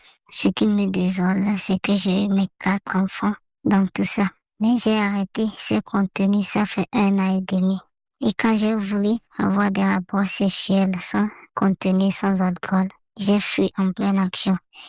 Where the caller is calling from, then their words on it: Lomé, Maritime, Togo; j'ai 35 ans. Je vis à Lomé.